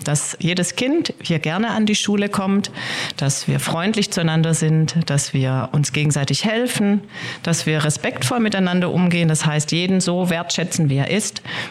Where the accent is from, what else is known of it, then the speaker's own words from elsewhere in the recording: Heilbronn, Baden-Württemberg, Germany; also born or lived in Mainz / Valencia / Cologne / Wiesbaden; now in Stuttgart, Germany; Ich komme ursprünglich aus Heilbronn, da habe ich also schon gewohnt. In Mainz habe ich studiert und während meines Studiums war ich auch ein halbes Jahr in Valencia in Spanien. Da habe ich also auch schon gewohnt. Aber mehr Wohnorte habe ich nicht.